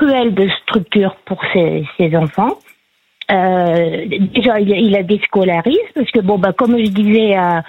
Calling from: Auvergne-Rhône-Alpes, France; je suis en Savoie

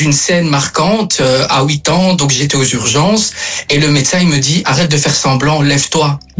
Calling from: Brussels, Brussels-Capital Region, Belgium; Alors, je suis de Bruxelles.

